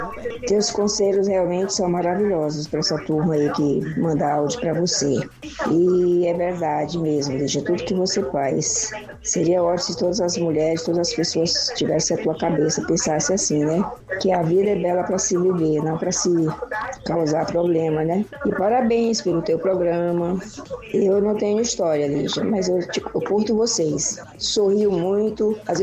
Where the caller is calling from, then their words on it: São Paulo, Brazil; Sou do interior, daqui, de São Paulo.